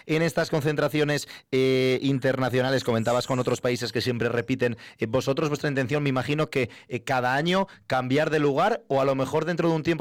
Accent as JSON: {"language": "Spanish", "town": "León", "region": "Castile and León", "country": "Spain", "said": "Luego eso va a encantar, ya te lo digo, yo como leonés, seguro, ya te digo que te va a encantar."}